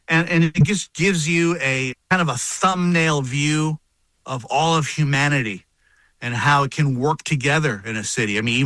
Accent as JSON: {"language": "English", "town": "New York City", "region": "New York", "country": "United States", "tie": "born or raised there", "said": "I grew up in New York."}